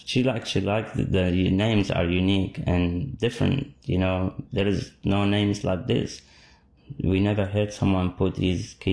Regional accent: Iraq; moved away; I'm actually from Iraq.

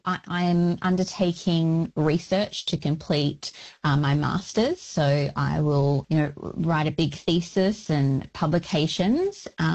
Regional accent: Bunbury, Western Australia, Australia; So I'm a proud Wilman Noongar woman. So Noongar from the southwest region of Western Australia. I was actually born and raised on Wadandibudja, which is down in the Goombrup, which is Bunbury region of Noongar country.

